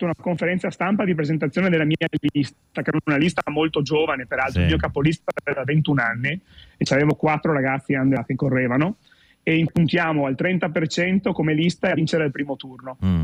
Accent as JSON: {"language": "Italian", "town": "Venice", "region": "Veneto", "country": "Italy", "tie": "born or raised there", "said": "Io sono nato e cresciuto a Marghera, che è un quartiere popoloso della terraferma veneziana con tante contraddizioni"}